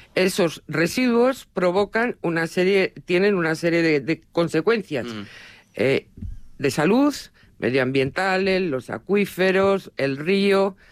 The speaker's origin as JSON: {"language": "Spanish", "town": "Talavera de la Reina", "region": "Castilla-La Mancha", "country": "Spain", "said": "la entrada que tenemos todos los talaveranos cuando venimos de Madrid normalmente"}